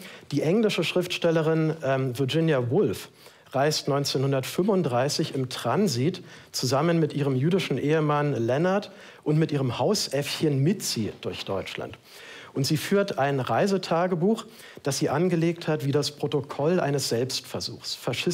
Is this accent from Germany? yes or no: no; Switzerland; inwiefern bin ich selbst als Schweizer womöglich anfällig